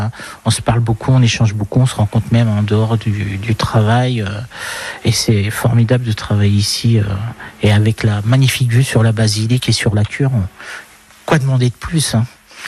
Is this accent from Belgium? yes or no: no; Hauts-de-France, France; moved away as an adult; now in Saint-Père, France; Je suis Picard, de la baie de Somme pour être précis, la baie des phoques comme ils disent.